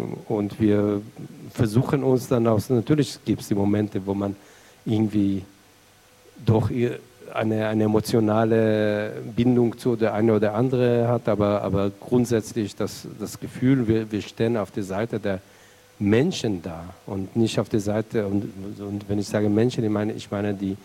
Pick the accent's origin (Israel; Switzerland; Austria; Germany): Israel; Southern District; German is a second language; Also ich bin, was ich gesagt, in Kibbutz aufgewachsen, der etwa 30 Kilometer von der Gazastreifen ist.